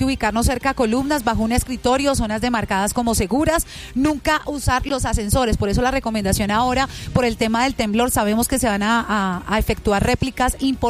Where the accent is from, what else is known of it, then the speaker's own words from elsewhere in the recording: Neiva, Huila, Colombia; también soy de Neiva y se sintió muchísimo fuerte.